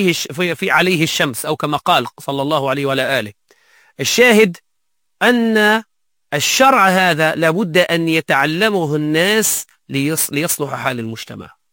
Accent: Tunisia; احنا مثال عندنا في تونس

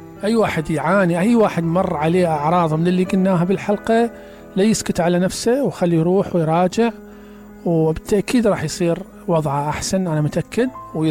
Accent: Basra Governorate, Iraq; لا بأس ان واحد يراجع الأطباء اللي عندنا بالبصرة

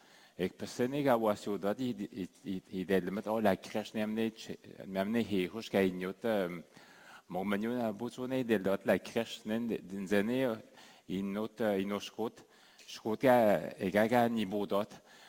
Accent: Pessamit, Quebec, Canada; quand il m'a ramené chez nous à Pessamit

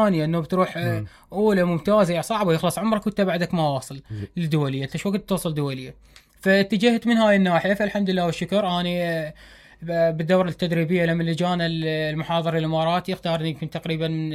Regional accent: Iraq; عندنا بالبصرة نادي مثلا، وببغداد نادي، وبالفرات الأوسط 4 أندية

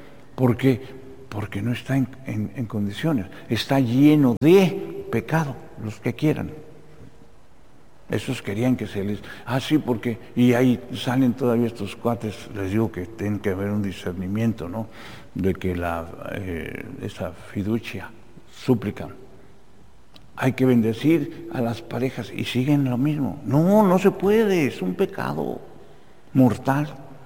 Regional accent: Mexico City, Mexico; Y yo vengo de Chilangolópolis

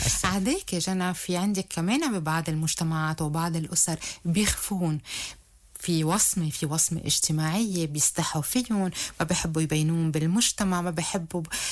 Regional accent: Lebanon

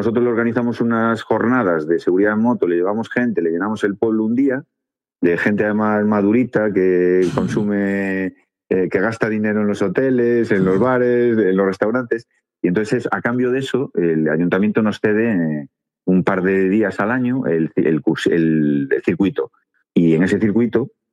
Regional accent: Lugo, Galicia, Spain; como somos de Lugo y creo que vivimos en un paraíso

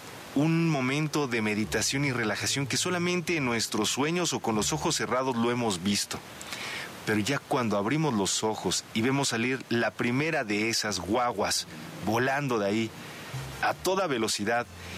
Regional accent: Tláhuac, Mexico City, Mexico; En mi ranchito, ahí en mi pueblo, en Tláhuac

